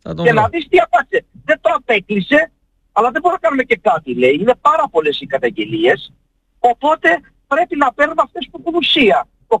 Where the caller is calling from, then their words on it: Western Greece, Greece; είμαι από την Ηλία.